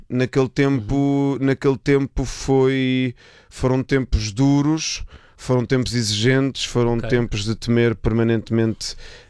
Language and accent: Portuguese; Lisbon, Portugal; e na biografia da Bodeira de Cante não estava que eu nasci em Lisboa, porque para mim é autoevidente, bolas, eu sou português